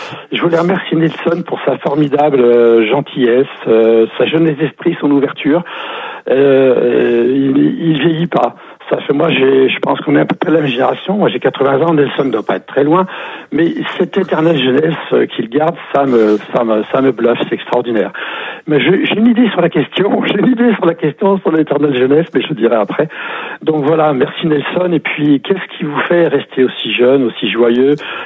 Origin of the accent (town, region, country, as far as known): Auvergne-Rhône-Alpes, France